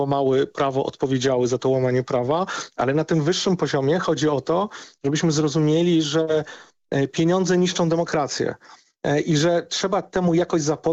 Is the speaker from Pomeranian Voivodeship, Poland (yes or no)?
no; Warsaw, Masovian Voivodeship, Poland; born there; jestem urodzonym warszawiakiem